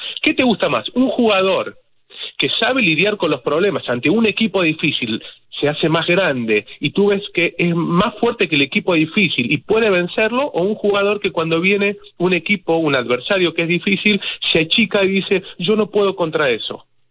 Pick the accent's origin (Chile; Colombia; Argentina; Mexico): Argentina; me gusta el fútbol como argentino que soy